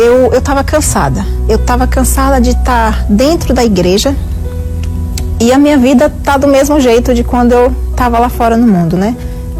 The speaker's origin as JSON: {"language": "Portuguese", "town": "Carapicuíba", "region": "São Paulo", "country": "Brazil", "said": "tem Igreja Universal aqui em Carapicuíba, né, que é de onde eu sou."}